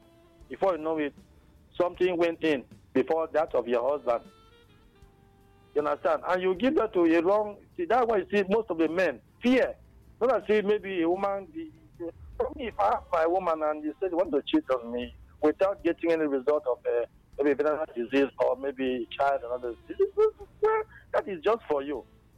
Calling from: Cross River, Nigeria; I'm calling from Cross River State.

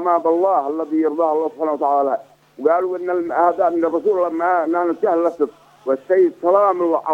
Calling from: Yemen; احنا يمنيين

